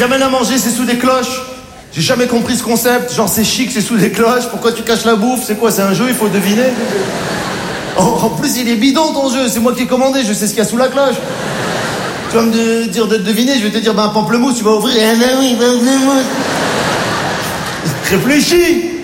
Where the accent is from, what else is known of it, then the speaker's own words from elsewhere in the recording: Morocco; born there; Je suis né au Maroc. Ce qui est bien quand t'es marocain, quand tu vas aux States, si tu sais comment leur dire que t'es marocain en anglais, tu passes pour un américain.